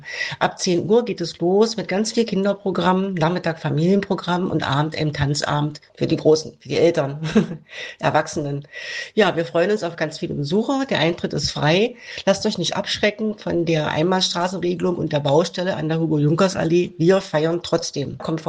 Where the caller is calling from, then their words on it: Magdeburg, Saxony-Anhalt, Germany; ich komme aus Magdeburg.